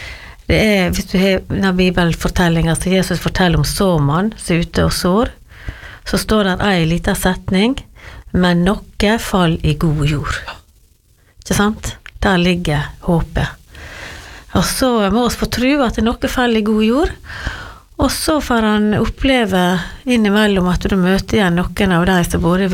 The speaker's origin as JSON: {"language": "Norwegian", "town": "Giske", "region": "Møre og Romsdal", "country": "Norway", "tie": "born or raised there", "also_born_or_lived": "Trondheim", "said": "Neida, men jeg sier nå det at jeg vokste opp på Giske da, selv om jeg var nesten 8 år før jeg kom dit."}